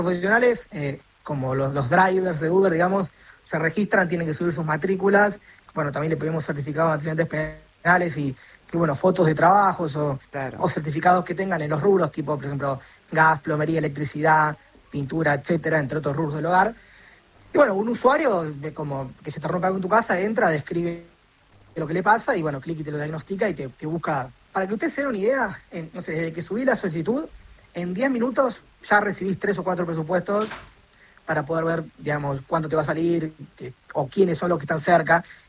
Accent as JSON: {"language": "Spanish", "region": "Córdoba", "country": "Argentina", "said": "nosotros somos acá de Córdoba"}